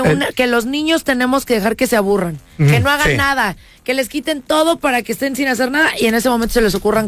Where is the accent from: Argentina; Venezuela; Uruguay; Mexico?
Mexico; Porque yo soy mexicana.